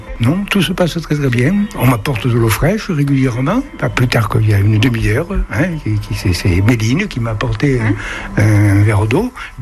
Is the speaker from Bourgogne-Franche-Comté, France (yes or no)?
no; Marseille, Provence-Alpes-Côte d'Azur, France; born there; moved away; also born or lived in La Ciotat; Ben vous savez, moi je suis méditerranéen, je suis né à Marseille, j'habitais la Ciotat